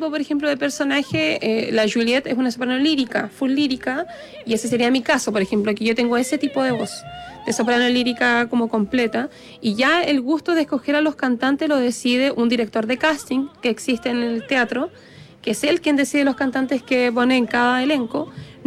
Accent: Guayacán, Coquimbo, Chile

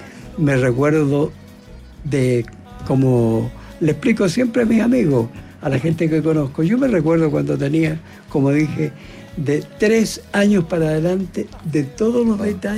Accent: Curacaví, Santiago Metropolitan Region, Chile; born there; yo nací allá en Curacaví. En Curacaví para un 18 de septiembre.

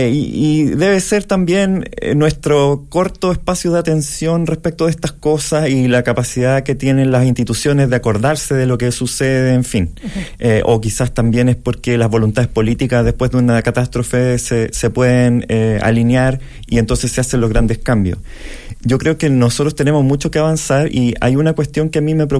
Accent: Santiago, Santiago Metropolitan Region, Chile; Yo soy de la Gran Avenida también, y también tengo la edad suficiente para acordarme del Niño 82-87.

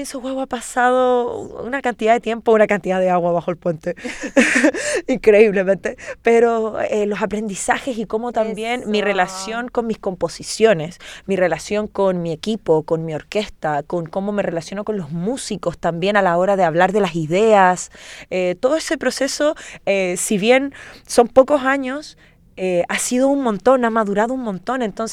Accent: Chile; now in Valparaíso Region, Chile; quiero ahora culminar este proceso con shows aquí, en mi país, así, hacer algo fuerte. Yo ahora estoy viviendo en la quinta región

